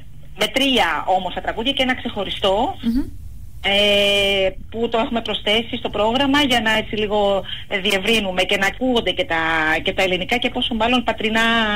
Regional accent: Patras, Western Greece, Greece; moved away

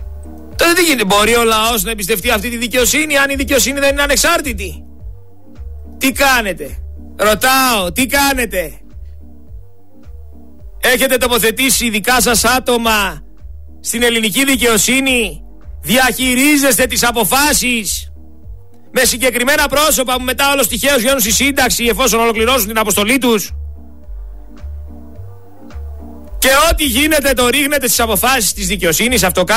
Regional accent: Greece

